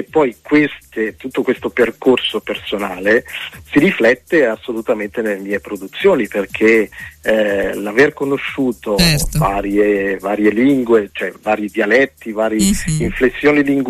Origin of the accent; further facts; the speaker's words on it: northern Italy, Italy; accent: northern; now in Brindisi province, Italy; io sono di origine campana, sono napoletano di origine, però sono cresciuto al nord, però insomma la mia famiglia mi ha sempre fortemente legato alle mie origini mediterranee.